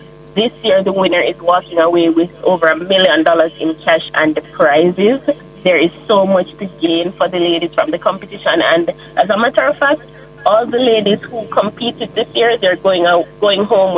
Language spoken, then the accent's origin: English; St. James, Jamaica; I'm from St. James.